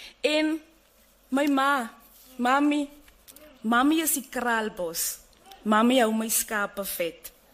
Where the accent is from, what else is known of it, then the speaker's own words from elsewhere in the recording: Northern Cape, South Africa; Goeienaand almal, ek is van die Noord-Kaap en daar sê ons jy is geskok of verslaan nie.